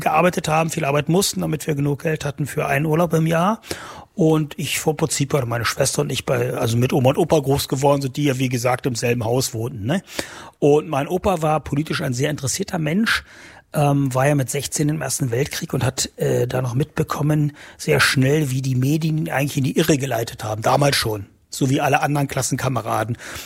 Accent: Saxony-Anhalt, Germany; Ich bin hier in der Altmark geboren und groß geworden. Ich hatte eine wunderschöne Kindheit und Jugend. Und was ich immer schon sehr an der Altmark geschätzt habe, ist also sehr viel Grün, sehr viel Natur.

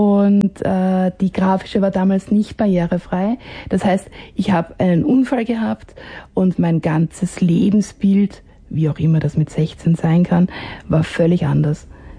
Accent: Vienna, Austria; Ich bin aus Wien.

